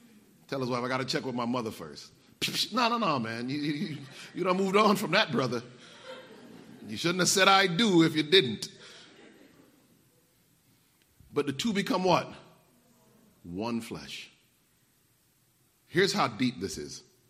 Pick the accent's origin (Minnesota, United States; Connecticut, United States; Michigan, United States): Connecticut, United States; moved away; I grew up in Connecticut, and I went back up there to practice